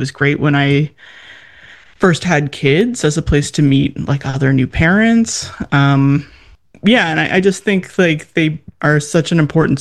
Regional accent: Bedford, Nova Scotia, Canada; when I was a kid, I grew up in Bedford, Nova Scotia, and I was at the Bedford Library all the time

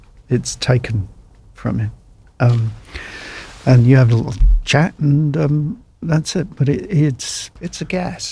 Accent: Ireland; It's set in Ireland. And then I'm walking around talking to myself. And I'm Irish, you know.

